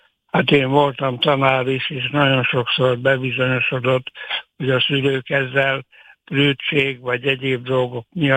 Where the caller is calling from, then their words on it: Hungary; bár nem vagyok budapesti vidéki vagyok